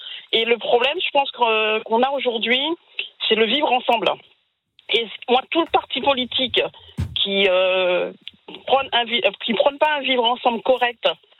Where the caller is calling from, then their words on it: Hauts-de-France, France; De l'Aisne.